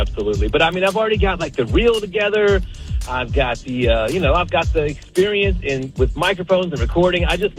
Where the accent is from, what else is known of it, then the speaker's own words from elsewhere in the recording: Wilmington, United States; My hometown in Wilmington